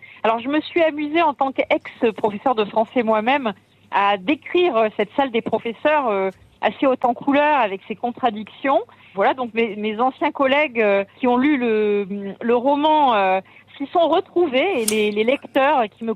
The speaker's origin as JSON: {"language": "French", "region": "Auvergne-Rhône-Alpes", "country": "France", "tie": "born or raised there", "said": "je suis pourtant originaire d'Auvergne, mais une maman passionnée de médecine douce, de chamanisme, etc. Donc voilà, l'origine de mon prénom, mais je suis une pure Auvergnate."}